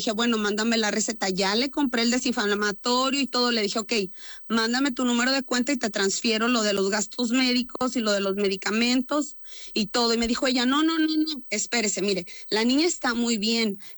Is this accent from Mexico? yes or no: yes; Ciudad Mante, Tamaulipas, Mexico; yo estoy a 3 horas, yo no soy de Madero, yo soy de Mante